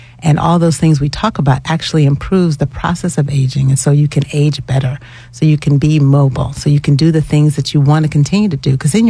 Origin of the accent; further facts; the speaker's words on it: New York, United States; moved away as an adult; also born or lived in North Carolina / Augusta; now in Atlanta, United States; I'm originally from New York, born and bred, grew up there, went to school in the South.